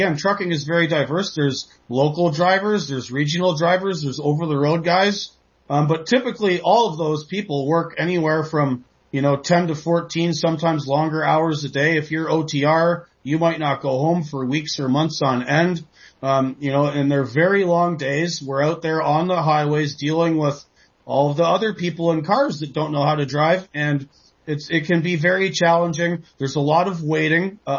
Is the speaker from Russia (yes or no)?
no; Canada; moved away as an adult; now in United States; So I'm originally from Canada. I live in the United States now. I've been here for a decade. I'm working on becoming a naturalized citizen. I quite like America. But yes, I was born in Canada.